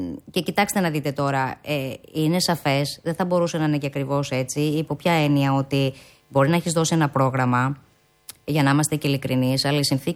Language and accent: Greek; Greece